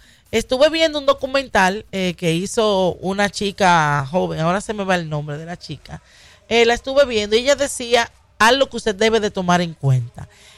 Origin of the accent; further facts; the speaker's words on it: Dominican Republic; De nosotros que venimos de la República Dominicana, siempre los ratones han mantenido una guerra con uno